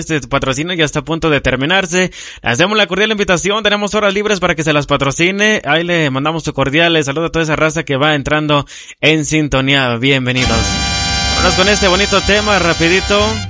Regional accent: Mexico; Hay que sentirnos bien orgullosos de ser mexicanos

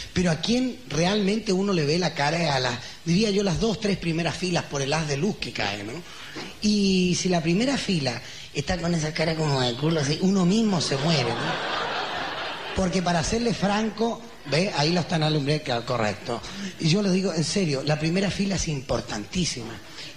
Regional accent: Chile; como chileno también soy un poquito como chupadito.

